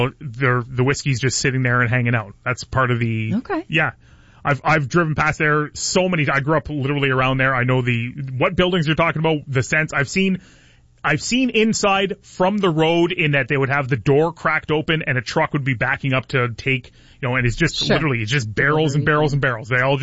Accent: Puce, Ontario, Canada; And I know it because I grew up in Puce and would drive

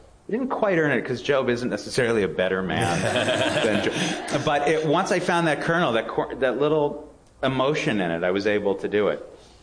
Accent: California, United States; I'm from Orange County, and I always thought, boy, that's going to be a limitation.

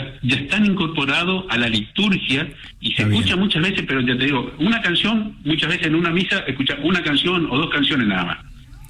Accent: Alvear, Corrientes, Argentina; mi fe y mi amor por mi tierra, que es corriente. Como decía al principio, soy de Alvear y llevo conmigo la costumbre, la música, la gente y esa manera tan particular que tenemos de vivir la fe.

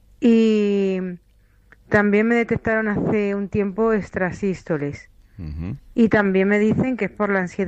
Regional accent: Vallecas, Community of Madrid, Spain

